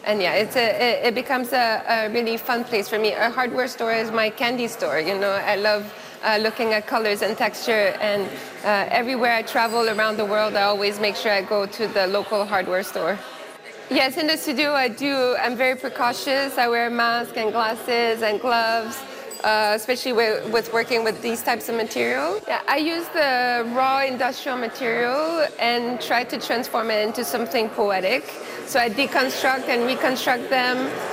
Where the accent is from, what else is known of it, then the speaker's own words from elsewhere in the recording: Aylmer, Quebec, Canada; I grew up partly in Elmer, Quebec, so just on the other side of the river from the National Gallery. I used to come to Ottawa all the time. This is my place. This is where I grew up.